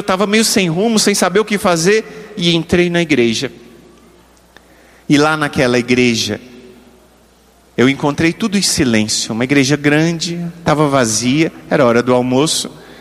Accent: Brasília, Federal District, Brazil; lá em Brasília, onde eu nasci

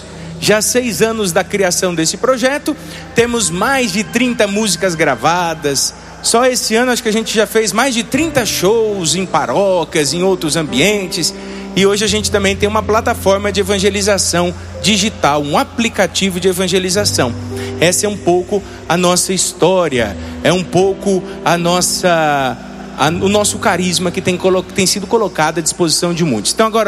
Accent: Palmas, Tocantins, Brazil; Tocantins, eu venho da cidade de Palmas, arquidiocese de Palmas.

